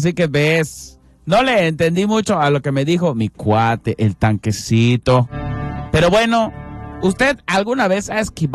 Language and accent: Spanish; Yucatán, Mexico; Soy tu chino yucateco favorito.